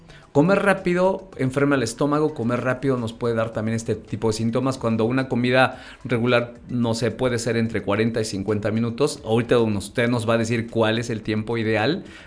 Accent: Mexico

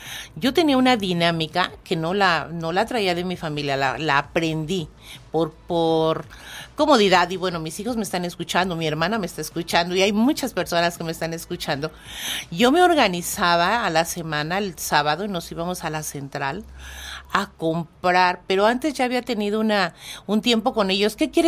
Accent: Mexico; Eso nos caracterizaba como mexicanos.

